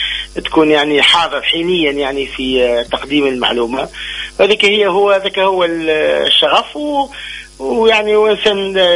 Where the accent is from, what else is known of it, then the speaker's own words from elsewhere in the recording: southern Tunisia, Tunisia; moved away; ومرحبا بأهلي في الجنوب التونسي.